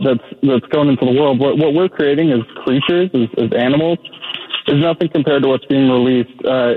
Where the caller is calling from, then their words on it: Portland, Oregon, United States; I live here in Portland